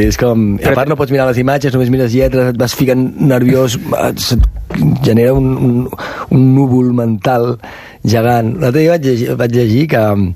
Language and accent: Catalan; Catalonia, Spain; Jo sóc molt concretament d'un lloc. Si em diuen d'un soc, jo dic que sóc de l'Empordanet. I m'hi sento molt. I sóc molt de poble, jo.